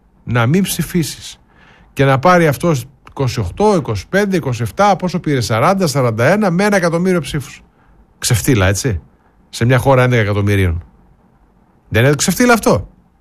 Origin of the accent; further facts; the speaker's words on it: Eitorf, North Rhine-Westphalia, Germany; Από το Άιτορφ, άρε Γιωργάρα μου. Εκεί γεννήθηκα και μεγάλωσα παιδιά στη Γερμανία.